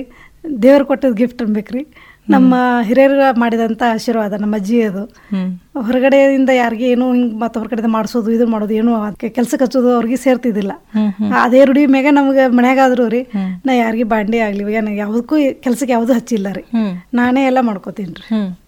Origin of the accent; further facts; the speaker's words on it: Tamba, Karnataka, India; moved away; ತಾಂಬಾದಾಗ ನಮ್ಮೂರು ತಾಂಬ